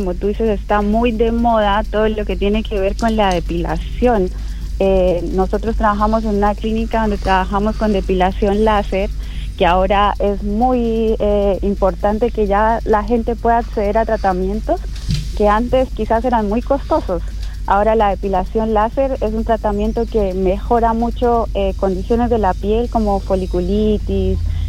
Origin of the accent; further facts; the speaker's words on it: Colombia; moved away; yo soy de Colombia.